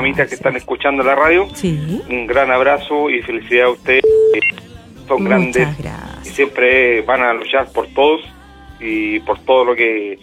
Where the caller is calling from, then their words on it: Talcahuano, Biobío, Chile; En Talcahuano.